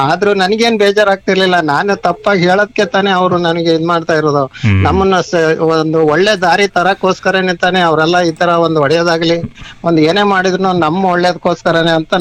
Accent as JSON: {"language": "Kannada", "area": "Rameshwara", "region": "Karnataka", "country": "India", "tie": "born or raised there", "moved": "yes", "lives_now": "Krishinagar, Shivamogga, India", "said": "ನಮ್ಮೂರ್ನಲ್ಲಿ ನಾವು ಓದ್ಬೇಕಾದ್ರೆ ರಾಮೇಶ್ವರದಲ್ಲಿ"}